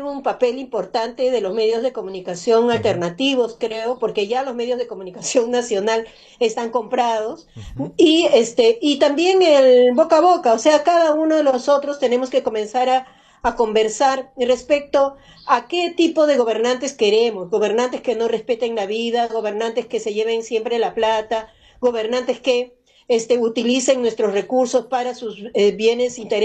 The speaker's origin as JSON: {"language": "Spanish", "country": "Peru"}